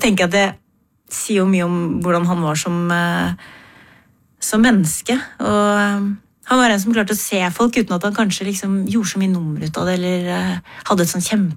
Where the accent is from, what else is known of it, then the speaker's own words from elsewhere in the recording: Re, Vestfold, Norway; Men jeg vokste opp i Re kommune på landet utenfor Tønsberg.